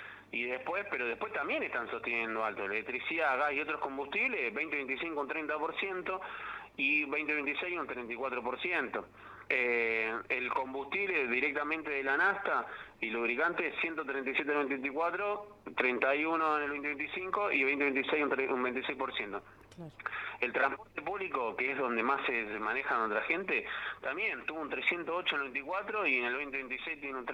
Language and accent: Spanish; Argentina